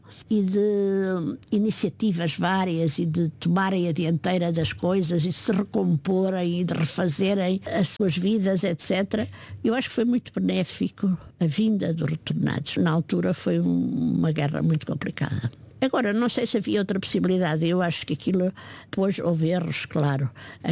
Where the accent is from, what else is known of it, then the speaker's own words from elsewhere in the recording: Guarda, Portugal; born there; e também não nasci em Coimbra, nasci em Beira Alto, na Guarda.